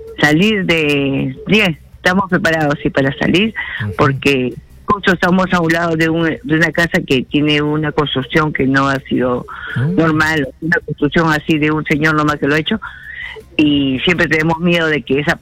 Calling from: Lima, Peru; de Lurín, justo de Lurín.

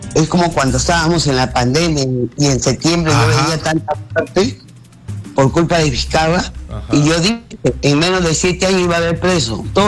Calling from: Peru

